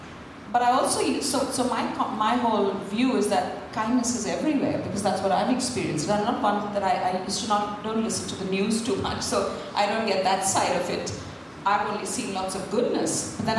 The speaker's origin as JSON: {"language": "English", "country": "India", "tie": "born or raised there", "moved": "yes", "said": "And so when I was in India and grew up in this beautiful community"}